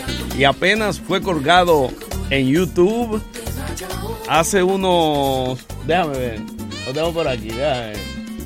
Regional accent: Dominican Republic; now in New York, United States; nosotros, como dominicanos, debemos sentirnos orgullosos de eso, de la cultura nuestra.

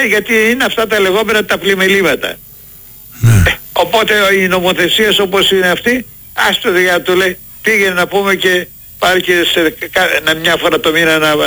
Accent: Greece; Μιλάει λίγο και το ένστικτό μας της παρανομίας σαν Έλληνες.

